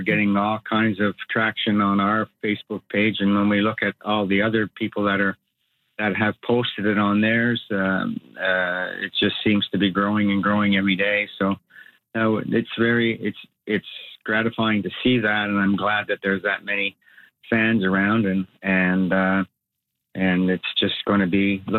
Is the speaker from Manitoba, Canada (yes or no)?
no; Quebec City, Quebec, Canada; born or raised there